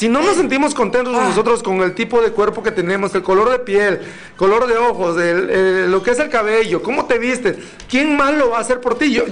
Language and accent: Spanish; Mexico; nos vestimos mucho más mexicanos